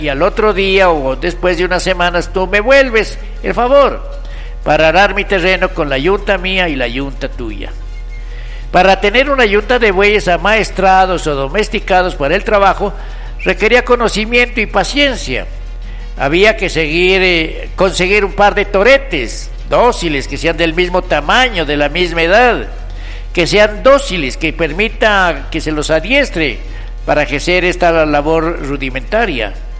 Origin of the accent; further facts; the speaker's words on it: Puerres, Gualmatán, Contadero, Iles, Nariño, Colombia; cuando éramos niños, en Puerres, Gualmatán, Contadero, Iles, todos nuestros pueblos de acá